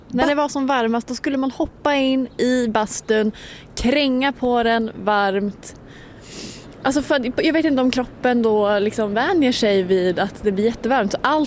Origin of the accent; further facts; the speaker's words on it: Norrland, Sweden; Jag är ju från Norrland